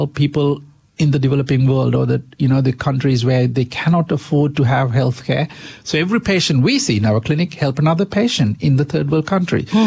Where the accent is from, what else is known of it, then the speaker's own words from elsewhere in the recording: Sri Lanka; also born or lived in Canada / Middle East / United Kingdom; now in Australia; worked in many countries, including Canada, Middle East, UK, and of course, I'm from Sri Lanka, so we're back in Sri Lanka.